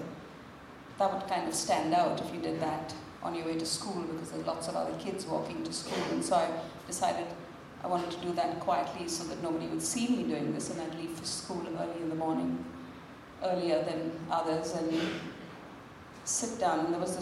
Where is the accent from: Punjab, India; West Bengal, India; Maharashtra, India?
Maharashtra, India; Mumbai; I come from India. I grew up in a really small, very small connected neighborhood on the outskirts of Mumbai in a little suburb called Chembur.